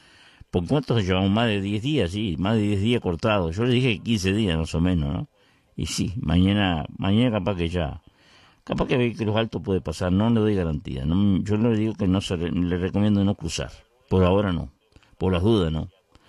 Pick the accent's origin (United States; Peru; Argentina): Argentina; Vergara, Buenos Aires; Un saludo para toda la gente de mi pueblo, para la gente de Vergara.